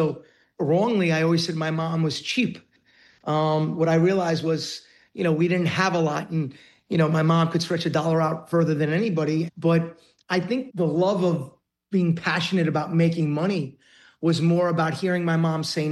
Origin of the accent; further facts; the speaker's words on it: Queens, New York, United States; It's why I always say … from Queens, right?